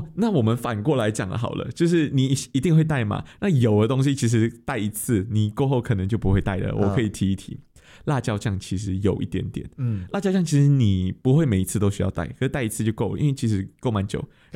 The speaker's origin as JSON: {"language": "Chinese", "country": "Malaysia", "accent": "Malaysian", "moved": "yes", "lives_now": "Taiwan", "said": "如果这样我私下讲话跟一般的 Malaysian 在这里讲话，我就是这样讲话。"}